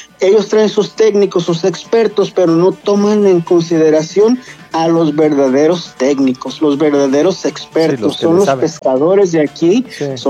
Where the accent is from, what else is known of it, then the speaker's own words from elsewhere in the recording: Punta de Mita, Nayarit, Mexico; somos pobladores de aquí, de Punta de Mita